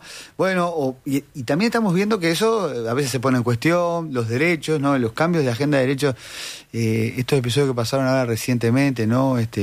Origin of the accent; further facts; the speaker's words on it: Uruguay; ¿por qué no somos argentinos pero somos rioplatenses?